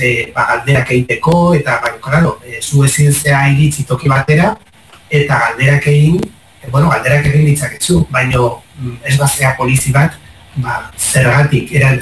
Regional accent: San Sebastián, Basque Country, Spain; first language Spanish; Basque is a second language; Ni donostiarra naiz, baino Pasaian eta Uriamendian asko ibili naiz

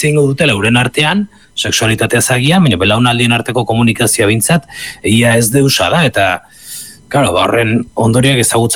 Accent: Southern Basque Country, Spain

